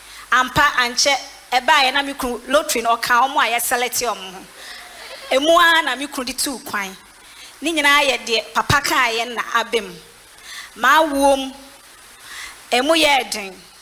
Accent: Greater Accra, Ghana; I'm from Community 8.

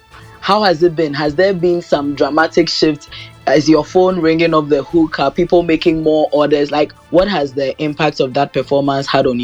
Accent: Ghana; even though I'm Ghanaian and I'm here

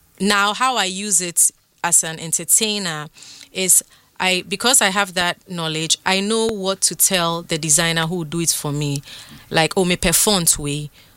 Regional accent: Ghana; moved away; growing up in Ghana in the 80s and 90s

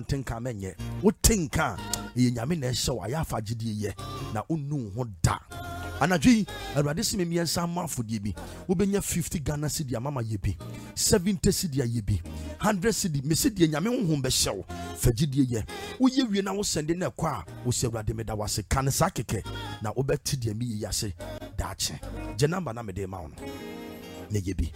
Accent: Baltimore, Maryland, United States; I'm from Baltimore. America, I'm from baby Maryland, Baltimore.

